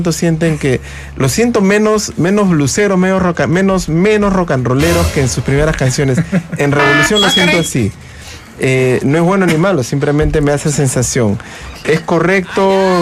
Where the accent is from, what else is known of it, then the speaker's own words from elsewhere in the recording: Huancayo, Junín, Peru; Saludos a mi tierra, Huancayo